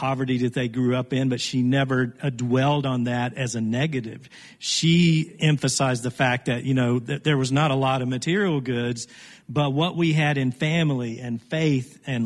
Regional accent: Martinsville, Virginia, United States; I grew up in the Blue Ridge foothills over outside of Martinsville, Virginia.

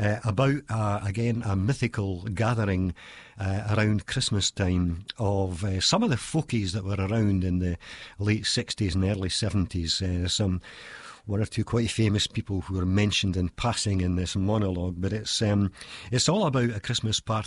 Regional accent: Dunfermline, Scotland, United Kingdom; my hometown of Dunfermline in Fife in Scotland.

